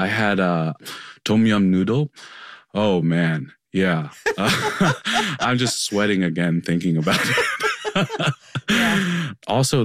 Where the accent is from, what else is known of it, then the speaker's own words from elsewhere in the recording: Taiwan; I'm from Taiwan and we're Buddhist as well, but we're not like always at the temple.